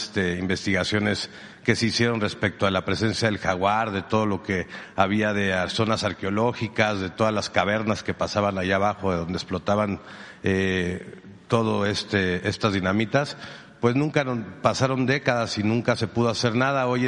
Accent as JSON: {"language": "Spanish", "region": "Quintana Roo", "country": "Mexico", "said": "Yo soy de allá, yo vivo en Playa del Carmen, justamente donde pasa lo de Calica"}